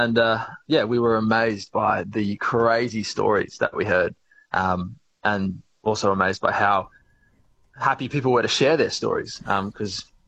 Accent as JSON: {"language": "English", "town": "Brisbane", "region": "Queensland", "country": "Australia", "also_born_or_lived": "Western Australia", "moved": "yes", "lives_now": "Melbourne, Australia", "said": "I'm based in Melbourne now, but I'm originally from Brisbane, which Queensland as well has a very strong FIFO culture and life."}